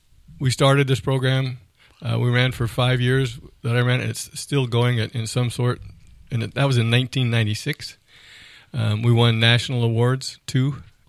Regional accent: Redding, California, United States; moved away as an adult; also born or lived in Reno; I was born and raised in Reading, California. Actually went to Pine Street School in kindergarten.

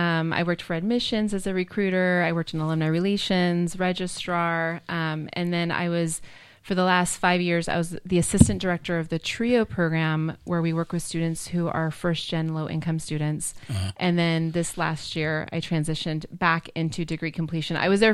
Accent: Weed, California, United States; moved away as an adult; also born or lived in Waurika; I was born in Waurika, grew up in Weed, and then I came to Simpson to go to college.

